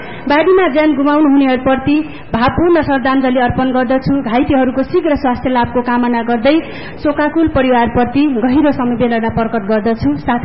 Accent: Baglung District, Gandaki Province, Nepal; मेरो गृह जिल्ला बाग्मुङका

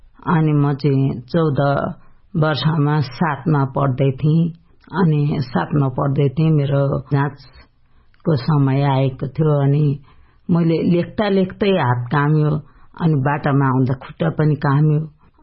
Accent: Dolakha, Bagmati, Nepal; मेरो घर चाहिँ दोलखा हो अनि

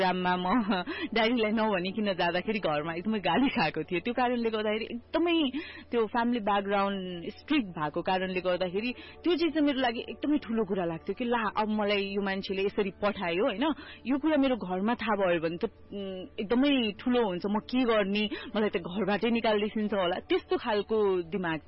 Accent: Geetanagar, Bagmati, Nepal; born there; मेरो जन्म चाहिँ नारायणगढ चितवनको गीतानगरमा भएको हो

